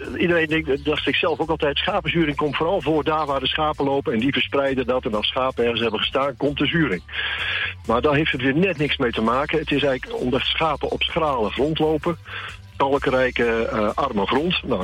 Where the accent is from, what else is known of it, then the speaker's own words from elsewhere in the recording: Almelo, Overijssel, Netherlands; ik kom zelf uit Almelo.